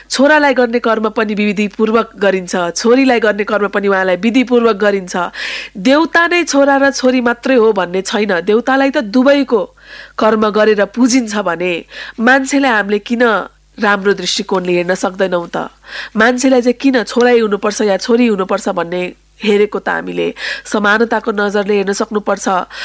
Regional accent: Kathmandu, Bagmati, Nepal; म एउटा काठमाडौँको मुटुमा जन्मेर हुर्केको, एउटा हिन्दूबाट बौद्ध धर्ममा परिणत भएको परिवारमा हुर्केको

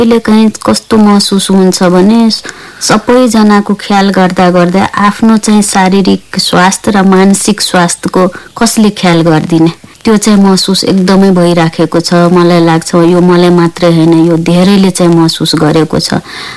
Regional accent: Kanakatta, Madhesh Province, Nepal; म मेरो विगतलाई सम्झिँदाखेरि म सप्तरी जिल्लाको एउटा ग्रामीण भेगमा जन्मेको, मेरो गाउँ कनकट्टा थियो। त्यहाँबाट 3 किलोमिटर दक्षिणमा भारतको सिमाना थियो।

